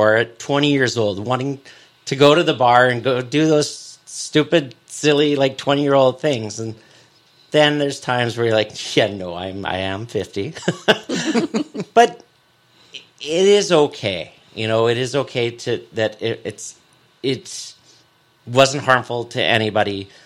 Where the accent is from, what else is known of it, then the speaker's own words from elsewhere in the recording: Penticton, British Columbia, Canada; also born or lived in Summerland; And growing up here in this region, growing up in Penticton and Summerland, and in a fairly well-known family